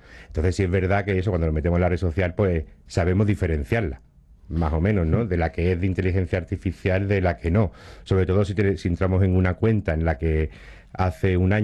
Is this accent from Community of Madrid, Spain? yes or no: no; Ronda, Andalusia, Spain; si somos de aquí de Ronda